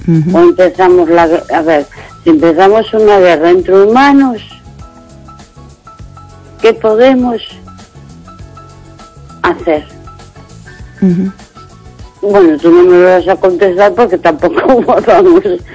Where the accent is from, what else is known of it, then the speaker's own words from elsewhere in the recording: A Coruña, Galicia, Spain; Hola, buenas noches, Esther. … de Coruña.